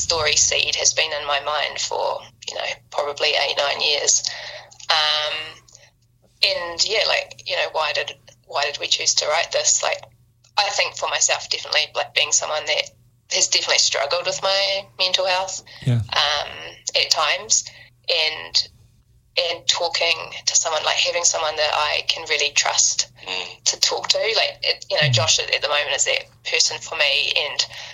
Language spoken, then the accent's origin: English; Bay of Plenty, New Zealand; moved away; I'm from the Bay of Plenty, you know, and I go home, well, we go home now each summer